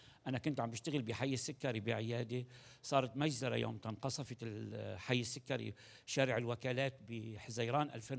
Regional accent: Tartus, Tartus Governorate, Syria; moved away as an adult; also born or lived in Aleppo; وغادرت طرطوس مدينتي بال2012 بالشهر الثاني.

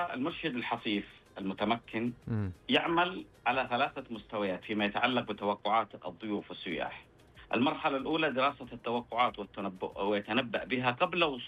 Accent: Jazan, Jazan Province, Saudi Arabia; في القرية التراثية عندنا في جازان

